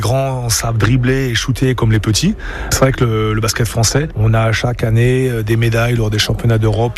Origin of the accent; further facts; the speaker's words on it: Grand Est, France; chez nous en Alsace